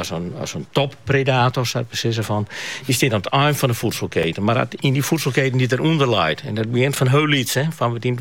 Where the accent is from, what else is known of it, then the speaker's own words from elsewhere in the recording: Friesland, Netherlands; Nou ben ik een Fries